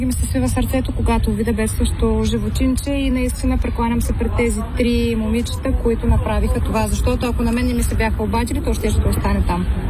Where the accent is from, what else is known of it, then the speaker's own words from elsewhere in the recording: Greece; От Гърция.